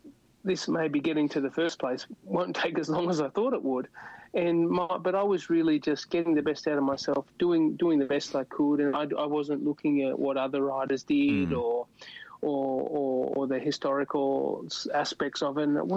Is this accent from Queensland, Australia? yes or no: no; Northern Territory, Australia; going back to my growing up in the Northern Territory, I suppose I do appreciate my personal space.